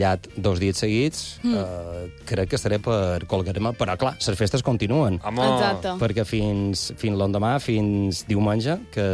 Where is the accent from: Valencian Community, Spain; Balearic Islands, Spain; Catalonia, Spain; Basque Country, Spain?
Balearic Islands, Spain; Algaida